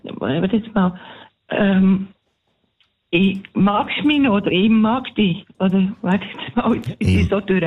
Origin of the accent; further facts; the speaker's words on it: Bern, Switzerland; Ich bin Bernerin.